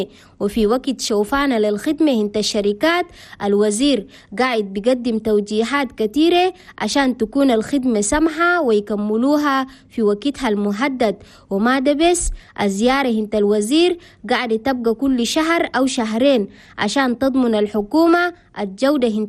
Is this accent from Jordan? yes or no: no; Chad; وده في كل التراب حنا بلدنا تشاد